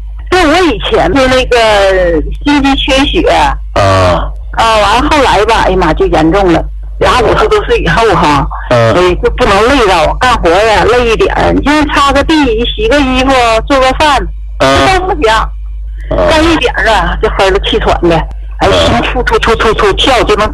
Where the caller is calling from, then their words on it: Shenyang, Liaoning, China; 我家沈阳的。